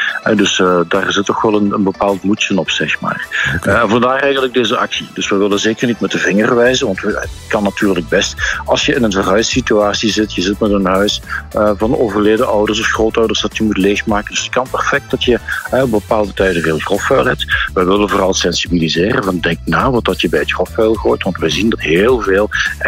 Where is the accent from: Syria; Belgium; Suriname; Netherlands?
Belgium; Flanders; Als Vlamingen, ook als Limburgers